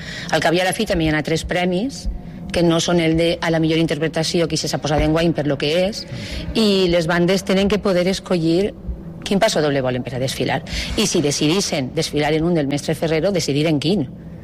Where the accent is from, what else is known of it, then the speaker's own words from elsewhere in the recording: Ontinyent, Valencian Community, Spain; com soc d'Ontinyent, com sempre els directors venen de fora, però com jo soc d'Ontinyent